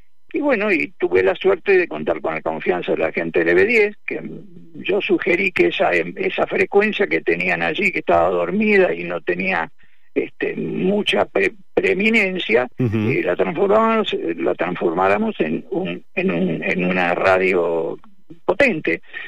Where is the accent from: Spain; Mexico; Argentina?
Argentina; Buenos Aires; moved away as an adult; yo estaba en Buenos Aires, porque yo soy oriundo de Buenos Aires.